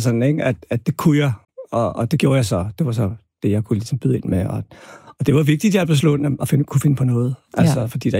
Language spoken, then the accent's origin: Danish; Albertslund, Capital Region of Denmark, Denmark; jeg er vokset op i Albertslund på Villavej, og det, der hedder Soveby.